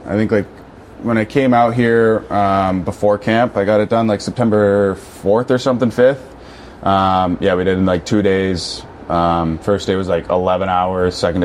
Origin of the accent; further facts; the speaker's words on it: Carp, Ontario, Canada; I'm Carp. No, I'm from Carp. Nobody knows Carp, though.